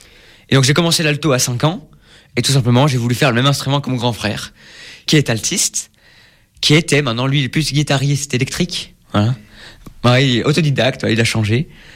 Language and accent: French; Saint-Nazaire, Pays de la Loire, France; chez nous, à Saint-Nazaire